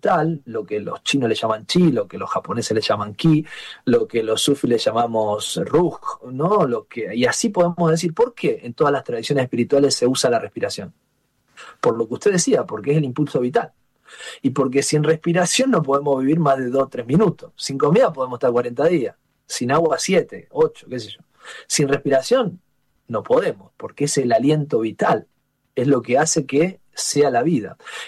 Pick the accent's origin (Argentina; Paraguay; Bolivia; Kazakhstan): Argentina; Rosario, Santa Fe; en Rosario, en mi ciudad natal